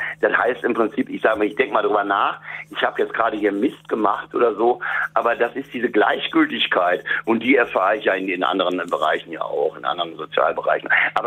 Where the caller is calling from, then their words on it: Essen, North Rhine-Westphalia, Germany; Und zwar wohne ich in Essen-Frohnhausen und beobachte seit 8, 9 Jahren eine zunehmende Vermüllung meines Orts oder Stadtteils